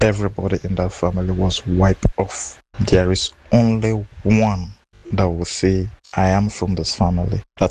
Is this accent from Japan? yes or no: no; Monrovia, Montserrado, Liberia; from Liberia, Monrovia.